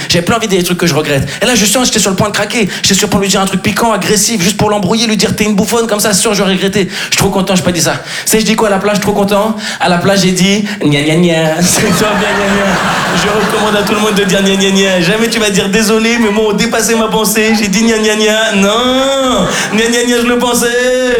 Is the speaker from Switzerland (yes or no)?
yes; Switzerland; Je dis, mec, je suis suisse, mais je suis pas la Suisse, en fait.